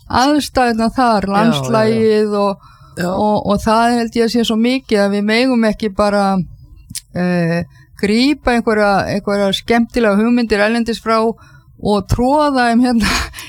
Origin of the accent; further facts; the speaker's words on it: Kaupangur, Northeastern Region, Iceland; moved away; já, ég fædd á uppalinn í Kaupangi í Kaupangsveit sem núna Eyjafjarðar sveit þannig ég bóndadóttir